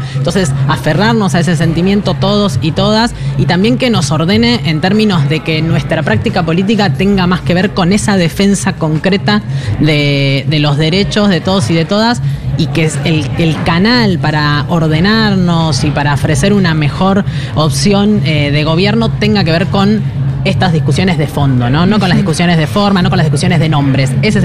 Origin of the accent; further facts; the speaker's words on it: Argentina; porque somos argentinos